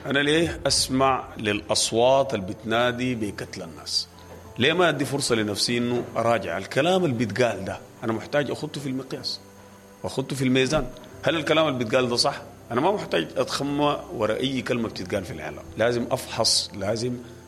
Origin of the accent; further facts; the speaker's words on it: Sudan; اللغة الممكن تجمعنا كسودانيين